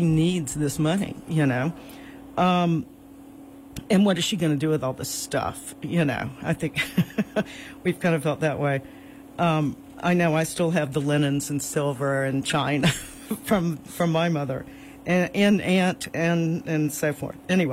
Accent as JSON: {"language": "English", "region": "the South", "country": "United States", "said": "I'm from the South."}